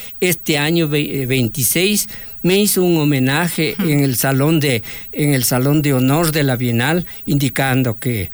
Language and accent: Spanish; Ecuador